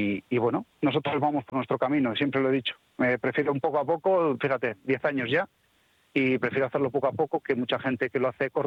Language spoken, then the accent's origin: Spanish; Basque Country, Spain; En el País Vasco seguimos sin tener absolutamente nada de karting